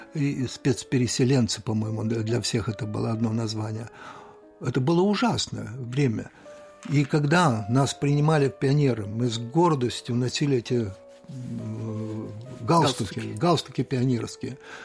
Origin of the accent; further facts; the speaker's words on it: Karaganda, Karaganda Region, Kazakhstan; born there; Если говорить вот о том, как я родился в Караганде, конечно, я не помню день своего рождения, когда я родился, что появился.